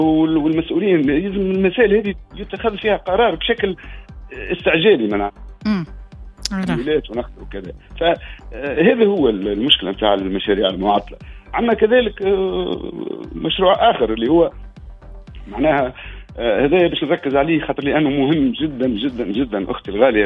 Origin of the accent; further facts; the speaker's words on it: Bizerte Governorate, Tunisia; وعنا سيدي على المكي هذه اللي تو صار فيها الحريق